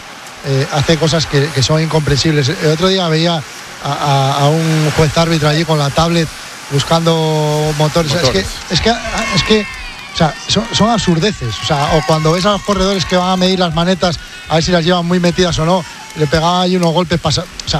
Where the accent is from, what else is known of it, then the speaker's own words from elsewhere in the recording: Asturias, Spain; Acordaros hace muchos años, Vuelta Asturias, allí en mi pueblo.